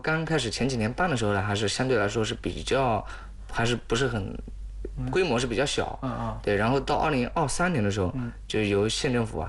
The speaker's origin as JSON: {"language": "Chinese", "region": "Anhui", "country": "China", "said": "到祁门又要去打车打到我们乡下"}